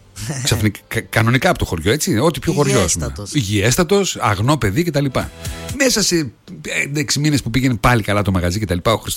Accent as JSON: {"language": "Greek", "country": "Greece", "tie": "born or raised there", "said": "Όχι, γιατί εγώ είμαι ένα Πιτακού, ρε φίλε. Πού ήταν ο Λύκος ευθεία κάτω, με εκεί μεγάλωσα, στην Πιτακού."}